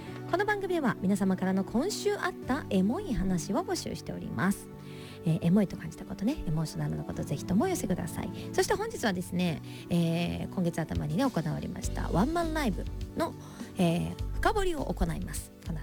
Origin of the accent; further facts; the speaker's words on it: Hyuga, Miyazaki, Japan; moved away; 私の地元宮崎県日向市